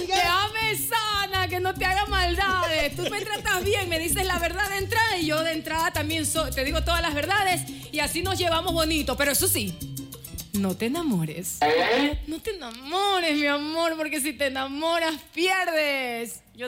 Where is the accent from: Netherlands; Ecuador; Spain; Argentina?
Ecuador; Guayaquil, Guayas; Soy una guayaquileña de cepa. 3 de julio nació la number one.